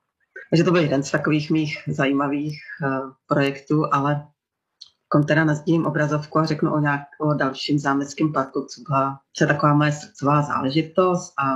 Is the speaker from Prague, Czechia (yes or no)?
yes; Prague, Czechia; moved away; rodilý Pražák se odstal na vesnici a stal se kolejákem.